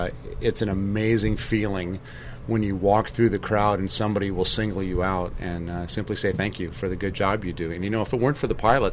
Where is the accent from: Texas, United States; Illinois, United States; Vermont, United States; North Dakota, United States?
North Dakota, United States; Grand Forks; My hometown is Grand Forks, North Dakota.